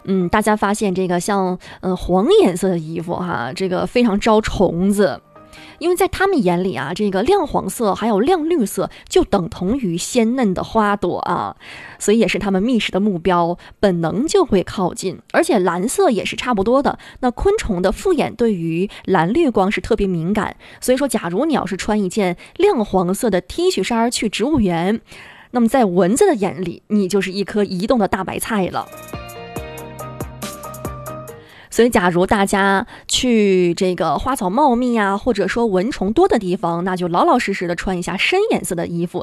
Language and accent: Chinese; Harbin, Heilongjiang, China; 像咱们哈尔滨人周末都喜欢往这个周边走一走